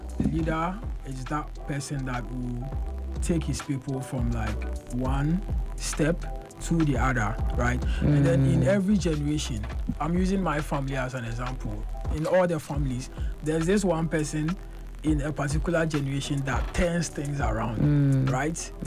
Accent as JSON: {"language": "English", "town": "Teshi", "region": "Greater Accra", "country": "Ghana", "tie": "born there", "also_born_or_lived": "Cape Coast", "said": "I've been in Teshi, like, since I was like 6."}